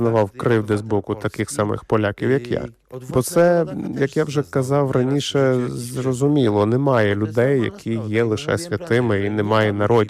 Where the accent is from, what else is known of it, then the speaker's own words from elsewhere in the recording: Poland; Я поляк, і поляки за кордоном теж не святі.